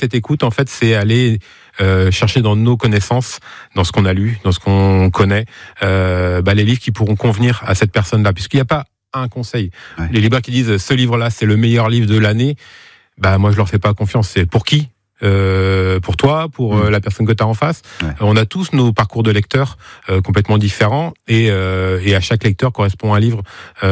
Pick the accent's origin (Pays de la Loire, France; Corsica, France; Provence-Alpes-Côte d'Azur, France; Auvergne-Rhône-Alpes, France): Pays de la Loire, France; Nuillé-sur-Vicoin; moved away as an adult; now in Laval, France; Moi, je suis originaire de Nuillé-sur-Vicoin.